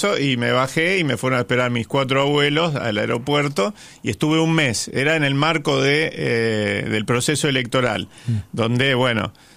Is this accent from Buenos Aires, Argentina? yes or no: no; Río Ceballos, Córdoba, Argentina; also born or lived in France; Soy cordobés, culiao.